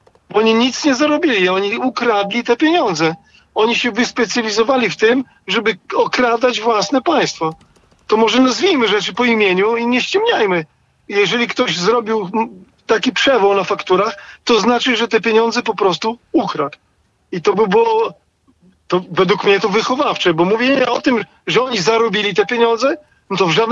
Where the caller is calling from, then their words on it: Białystok, Podlaskie Voivodeship, Poland; Dzwonię z Białegostoku